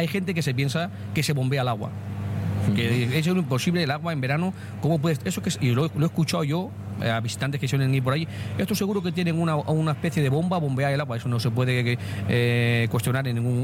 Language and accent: Spanish; San Martín de Trevejo, Extremadura, Spain; pues mi pueblo es un pueblo encantador.